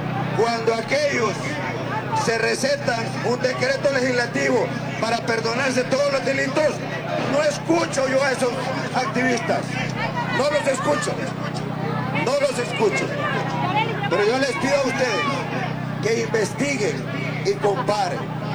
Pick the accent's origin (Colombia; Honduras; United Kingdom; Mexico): Honduras; me estoy sometiendo como cualquier hondureño